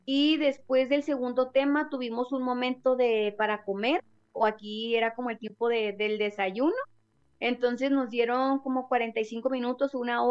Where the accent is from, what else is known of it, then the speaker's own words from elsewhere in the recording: Mexico; creo que todos los que venimos de México es nuestra primera conferencia.